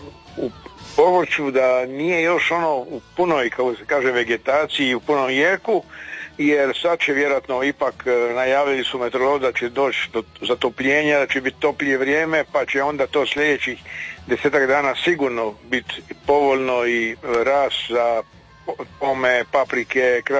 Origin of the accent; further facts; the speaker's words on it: Croatia; A kod nas u Hrvatskoj to je simbolično 3-4%.